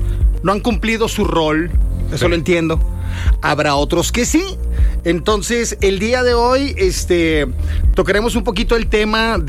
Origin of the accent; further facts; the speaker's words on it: Mexico; Específicamente con nuestra cultura, como somos los mexicanos, nuestras tradiciones, nuestras historias